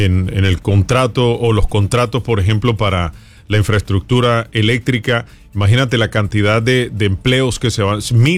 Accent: Colombia; yo como colombiano

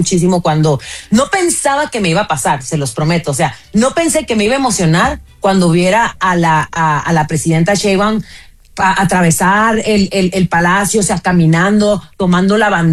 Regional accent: Tijuana, Baja California, Mexico; moved away as an adult; now in United States; aun cuando yo nací aquí en México, nací en Tijuana, crecí en Tijuana, pues yo ya tengo más de 25 años viviendo en Estados Unidos. Ya formo parte de lo que sería, vendría siendo como, pues estoy medio latinoamericanizada

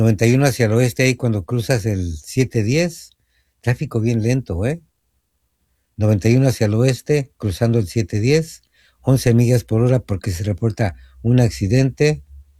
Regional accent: Mexico City, Mexico; born there; Bueno, yo no soy chilango. Yo nací ahí, pero no soy chilango.

